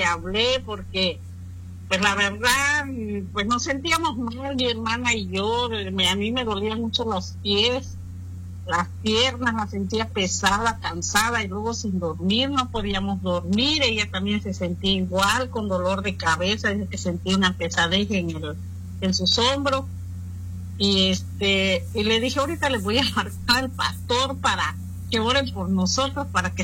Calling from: Tlaxcala, Mexico; Pero yo vivo en Tlaxcala.

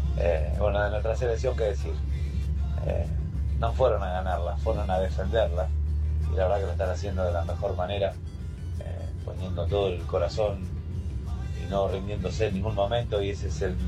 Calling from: Isidro Casanova, Buenos Aires Province, Argentina; de Casanova

